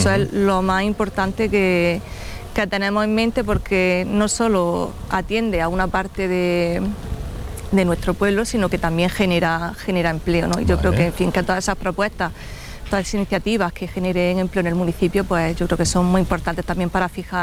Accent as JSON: {"language": "Spanish", "town": "Valdepeñas de Jaén", "region": "Andalusia", "country": "Spain", "said": "Yo soy una enamorada de mi pueblo."}